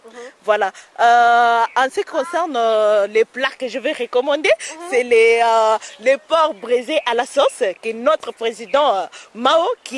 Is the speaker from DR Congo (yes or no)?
yes; DR Congo; moved away as an adult; now in Changsha, China; je viens de la République démocratique du Congo. En fait, ici, je suis une étudiante. J'étudie à l'université Changsha University of Science and Technology.